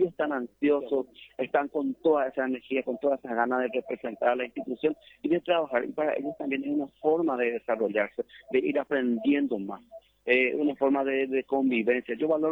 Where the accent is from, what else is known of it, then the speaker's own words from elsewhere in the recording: Paraguay; nuestros padres, nuestros abuelos son guaraní hablantes, nosotros mismos, ¿sabe? Yo soy de la campaña, yo soy de Colonia 14 de Mayo, el fondo de Capillita